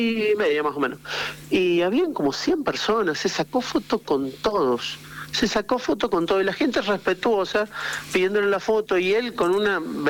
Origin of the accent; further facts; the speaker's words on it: San Juan, Argentina; una de las características fundamentales que tenemos los sanjuaninos